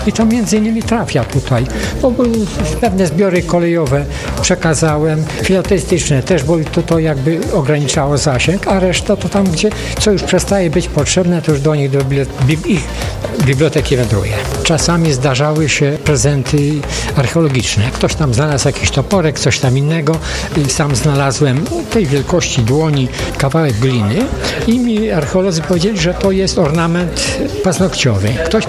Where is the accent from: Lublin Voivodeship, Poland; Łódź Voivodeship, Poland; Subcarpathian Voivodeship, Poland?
Lublin Voivodeship, Poland; Brodzica; Ja niedawno wydałem monografię swojej wsi, bo pochodzę z Brodzicy spod Hrubieszowa